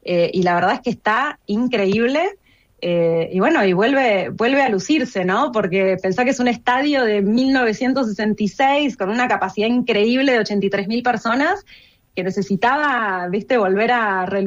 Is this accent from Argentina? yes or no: yes; Argentina; la verdad es que siendo argentina y sabiendo que nuestra compañía está detrás de lo que es la, digamos, como la renovación